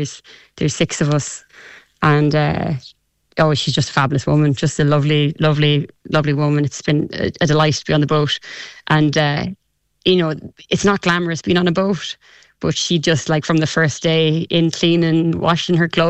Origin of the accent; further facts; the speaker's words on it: Ireland; This is not who we are as Irish people.